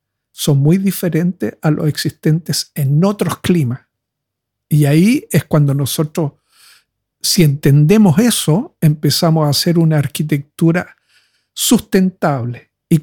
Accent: Chile; Primero, yo vengo de Chile, ¿ya? Y en Chile nosotros tenemos dos grandes límites.

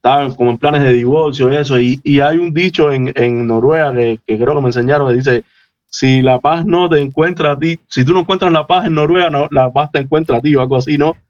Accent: Cuba; moved away; venimos de Cuba y tal

